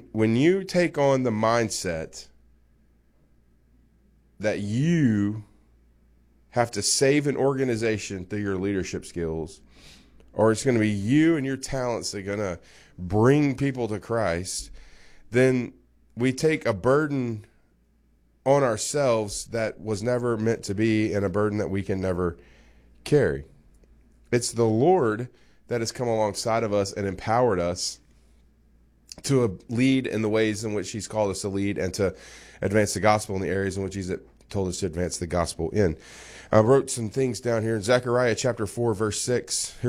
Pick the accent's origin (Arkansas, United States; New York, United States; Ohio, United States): Arkansas, United States; Little Rock; I grew up in Arkansas, I grew up in Little Rock. I'm familiar with this weather around here.